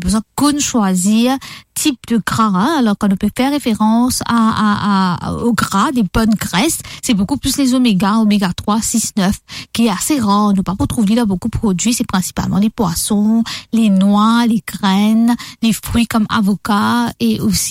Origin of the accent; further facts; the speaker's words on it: Mauritius; Alors, je suis mauricienne, hein. Nous connaissons très bien que nous, en tant que mauriciens, le premier repas, c'est quoi?